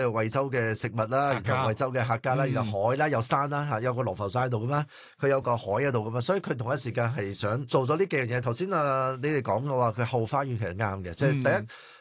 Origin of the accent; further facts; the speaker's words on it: Hong Kong; 因为其实如果我哋香港人咧